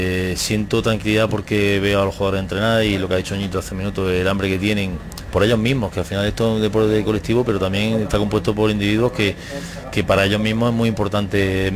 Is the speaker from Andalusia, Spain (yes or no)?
yes; Jaén, Andalusia, Spain; Todo lo que estamos haciendo somos de Jaén.